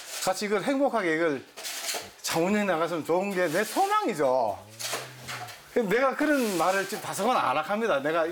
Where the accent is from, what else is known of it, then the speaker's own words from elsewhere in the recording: Gyeongsang, South Korea; now in Palgongsan, Daegu, South Korea; 내가 참 경상도 사나이가